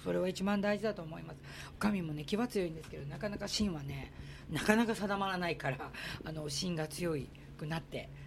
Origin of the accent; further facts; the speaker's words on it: Osaka, Japan; 大阪でずっと学校も出て就職も出てやってきたんだけれど、やっぱりこう泣き人、私も沖縄の心は忘れないで育てられます。